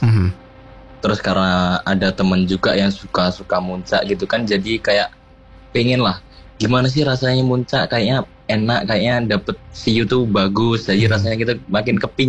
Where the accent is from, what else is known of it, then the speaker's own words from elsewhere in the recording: Sumatra, Indonesia; born there; saya juga lahiran Sumatera.